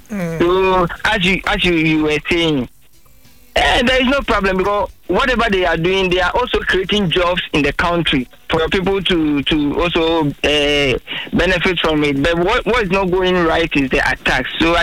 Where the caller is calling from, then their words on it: Ghana; I'm calling from Tech.